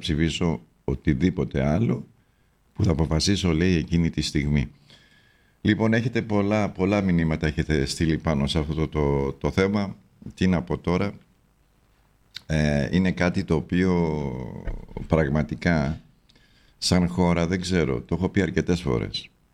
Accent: Greece; είμαστε Έλληνες

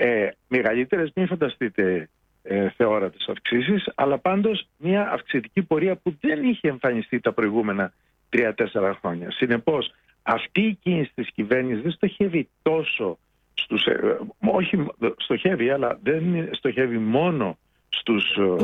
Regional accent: Greece; αρχίζουμε και σκεφτόμαστε ως Έλληνες

